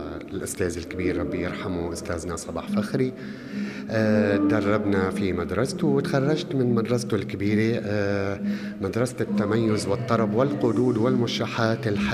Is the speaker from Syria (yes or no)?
yes; Aleppo, Aleppo Governorate, Syria; كانت قصيدة غزلية أو موال السبعاوي نحن بيسموه عنا في حلب، بوصفي أنا سوري لبناني ومن حلب تحديدا.